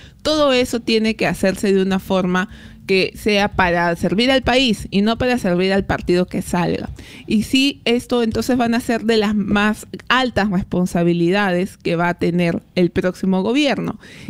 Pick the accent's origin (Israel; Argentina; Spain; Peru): Peru; Nos merecemos, como peruanos, que el país salga adelante.